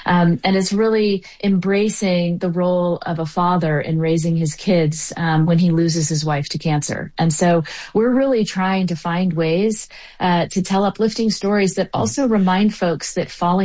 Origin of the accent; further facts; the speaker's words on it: Texas, United States; And I would say, as a Texan, I would say, no, we like courageous stories